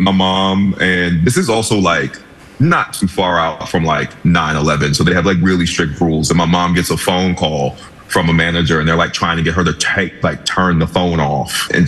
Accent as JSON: {"language": "English", "region": "New York", "country": "United States", "said": "I was from New York, so they flew me to LA to do a screen test."}